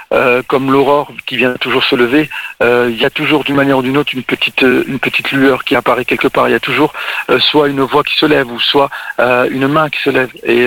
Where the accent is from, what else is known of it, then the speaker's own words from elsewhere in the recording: France; je suis né, j'ai grandi en France, c'est un pays magnifique